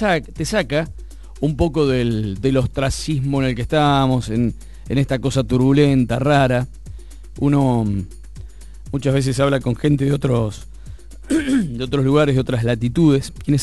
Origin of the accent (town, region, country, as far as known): Argentina